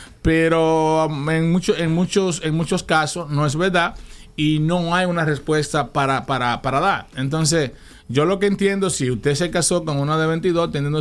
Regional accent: Dominican Republic; Eso no somos los dominicanos.

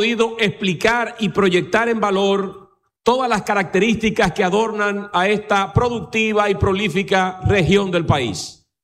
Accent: Dominican Republic; lo que somos los dominicanos, gente laboriosa con una gran capacidad para el desarrollo artístico y cultural.

